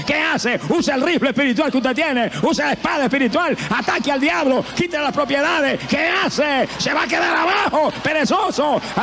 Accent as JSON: {"language": "Spanish", "town": "Camuy", "country": "Puerto Rico", "tie": "born or raised there", "said": "Yo viví 35 años perdido en mi pueblo de Camuy."}